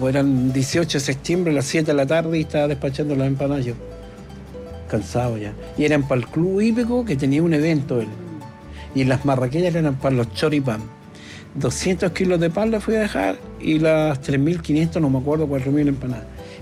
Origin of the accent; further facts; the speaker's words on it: Chile; Bueno, somos los chilenos. Es increíble.